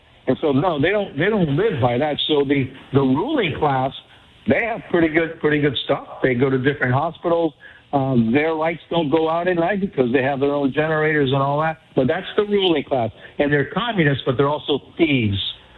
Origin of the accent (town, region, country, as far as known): Cuba; now in United States